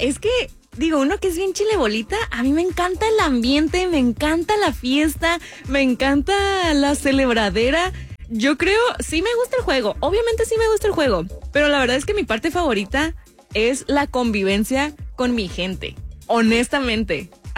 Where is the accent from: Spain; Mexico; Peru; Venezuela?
Mexico; now in Tijuana, Mexico; así somos los mexicanos